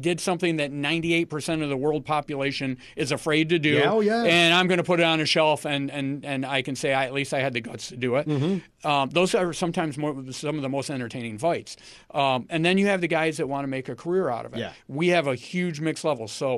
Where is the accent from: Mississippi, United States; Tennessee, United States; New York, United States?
New York, United States; Watertown; I'm from Watertown originally. This is my hometown.